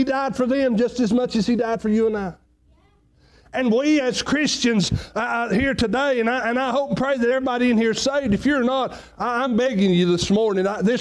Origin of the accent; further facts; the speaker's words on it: United States; as an American